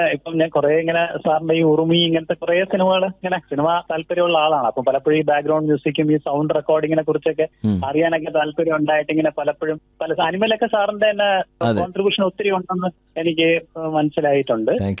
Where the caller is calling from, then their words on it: Thiruvananthapuram, Kerala, India; ഞാൻ വട്ടിയൂർക്കാവിൽ നിന്നാണ് വിളിക്കുന്നത്.